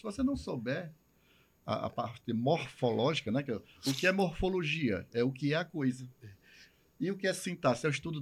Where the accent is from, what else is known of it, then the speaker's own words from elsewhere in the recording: Ceará, Brazil; accent: Cariri accent, Pernambucan-like; moved away as an adult; also born or lived in Brasília; eu sou do interior do Ceará.